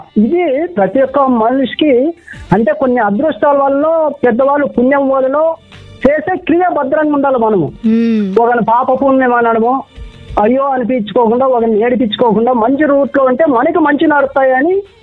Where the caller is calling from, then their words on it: Sanapa, Andhra Pradesh, India; Madam గారు, సనప గ్రామము అనంతపూర్ జిల్లా.